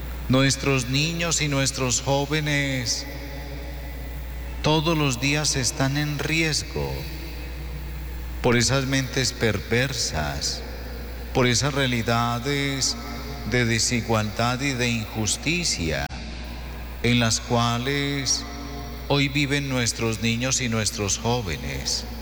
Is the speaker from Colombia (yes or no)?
yes; Colombia; nosotros como pueblo colombiano